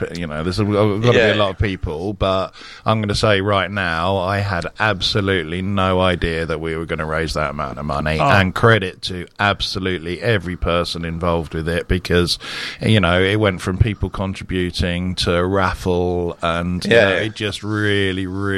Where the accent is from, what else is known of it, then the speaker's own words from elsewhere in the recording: Devon, South West England, United Kingdom; moved away; also born or lived in Australia; I was born in Australia. That's right, I grew up in Devon. I've lived around a lot of places, but my wife's brought me back here. It's a beautiful area. Absolutely beautiful.